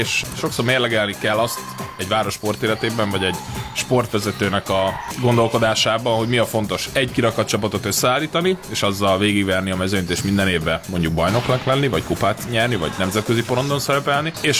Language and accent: Hungarian; Nyíregyháza, Szabolcs-Szatmár-Bereg, Hungary; moved away as an adult; Nyíregyházi, tőzsgyökeres nyíregyháziként, bár nem itt éltem le az egész életemet, kosárlabda miatt más városokban éltem